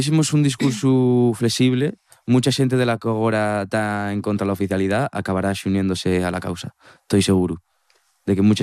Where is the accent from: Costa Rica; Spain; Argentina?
Spain; Asturias; sobre todo cuando aquí en Asturias somos todos asturianos, somos todos, por así decirlo, hermanos de una misma patria, de Asturias.